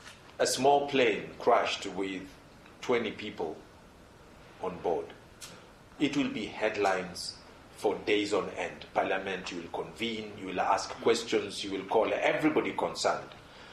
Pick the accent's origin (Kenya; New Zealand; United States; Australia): Kenya; And I'm Kenyan, and inequality is really a major thing, not just in Lesotho, but in Kenya